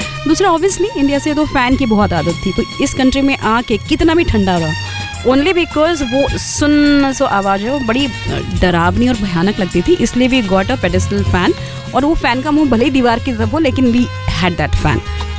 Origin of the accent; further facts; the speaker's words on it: Akola, Maharashtra, India; now in United Kingdom; मैं अकोला जिस शहर से आती हूँ वहाँ पे तो ऐसा लगता है कि सूर्य देवता हमेशा मेहरबान रहते हैं। वो स्पॉटलाइट होता ना वैसे धूप। Okay, so I have grown up in temperatures जहाँ पे हमेशा 40s में टेम्परेचर रहता है।